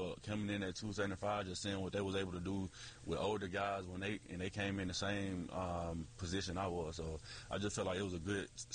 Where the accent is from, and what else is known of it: Clarksdale, Mississippi, United States; born or raised there